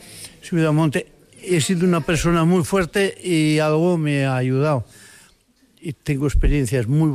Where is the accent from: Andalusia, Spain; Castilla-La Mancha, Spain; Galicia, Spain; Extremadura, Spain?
Galicia, Spain; Y tengo un problema de que como buen gallego, cuando llegué a Ribo Cebreiro, ya estaba en mi tierra, allí era yo él.